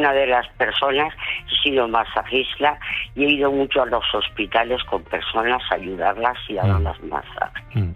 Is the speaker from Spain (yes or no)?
yes; Segovia, Castile and León, Spain; born there; now in Madrid, Spain; Soy de Segovia.